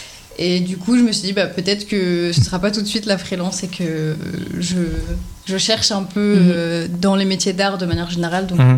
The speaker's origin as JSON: {"language": "French", "town": "Angers", "region": "Pays de la Loire", "country": "France", "said": "En plus, c'était loin parce que nous, on est d'Angers."}